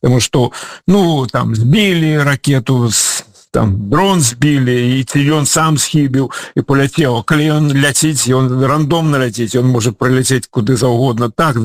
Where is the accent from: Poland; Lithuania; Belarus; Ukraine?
Ukraine; я грамадзін Беларусі, але я украінец, і заўсёды быў, я ж вам калісі казаў, заўсёды неяк так склалася, што я заўсёды адчуваў сябе украінцам.